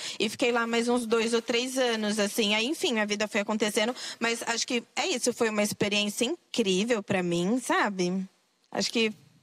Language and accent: Portuguese; Mogi das Cruzes, São Paulo, Brazil; Eu sou de César de Souza, Mogi das Cruzes, e lá não tinha muito acesso, assim, ao teatro.